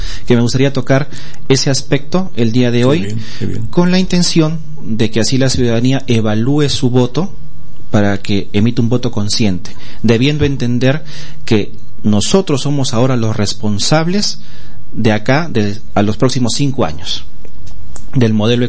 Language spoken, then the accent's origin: Spanish; Peru; nosotros, como Estado peruano, estamos en una economía social de mercado.